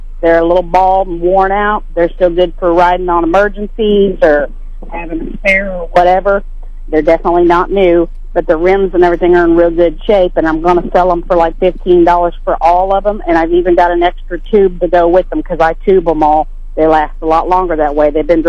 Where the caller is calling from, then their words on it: Marshall, Missouri, United States; Hi, I'm calling from Marshall.